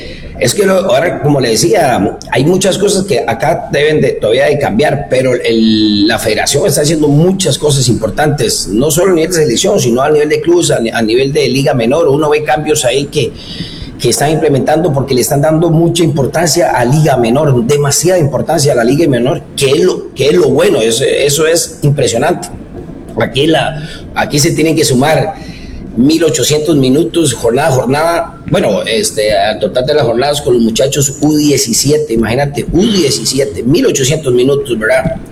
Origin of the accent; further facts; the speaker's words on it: Costa Rica; moved away as an adult; now in Nicaragua; a nosotros como ticos